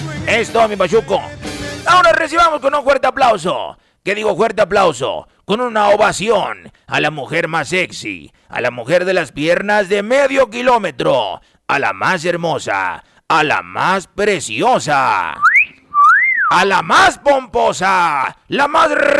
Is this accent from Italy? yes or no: no; Hidalgo del Parral, Chihuahua, Mexico; los mismos pobladores de Parral